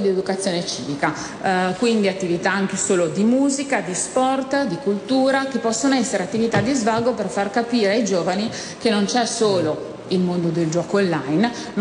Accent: Piacenza, Emilia-Romagna, Italy; io sono di Piacenza

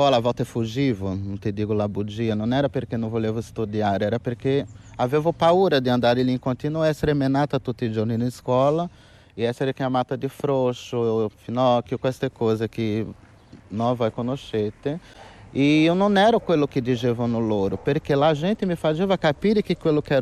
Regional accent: Brazil; Italian is a second language; moved away as an adult; now in Italy; Vengo da Brasile, ho 37 anni, sono arrivata qui, avevo 18 anni

